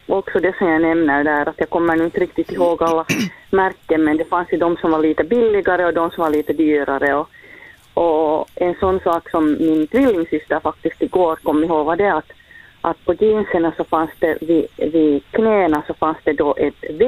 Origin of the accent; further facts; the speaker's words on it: Hanko, Uusimaa, Finland; Jag har vuxit upp i Hange